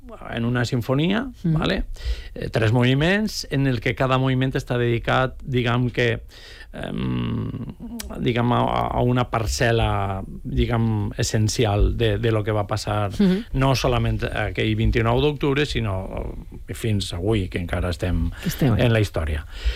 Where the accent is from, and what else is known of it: Guadassuar, Valencian Community, Spain